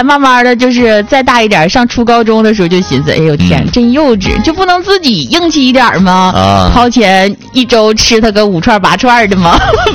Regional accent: Baicheng, Jilin, China; moved away; 就我们家，就我们老家那边，在大白城有那么一个烤面包的地方

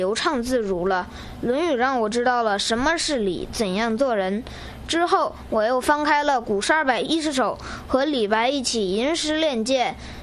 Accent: Changchun, Jilin, China

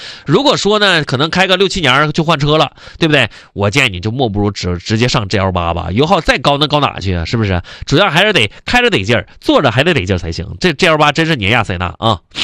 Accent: Changchun, Jilin, China; 我估计咱长春如果现在室外的话不40度也差不多了吧，是不是啊？闷热闷热，还潮气特别重，真的，作为东北人来讲受不了啊

